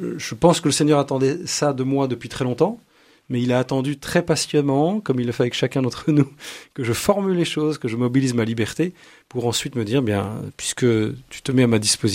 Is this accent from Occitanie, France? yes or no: no; Vannes, Brittany, France; born there; Voilà, écoutez, j'ai des origines bretonnes, je suis né à Vannes dans le Morbihan. Dans une belle région, et aussi normande.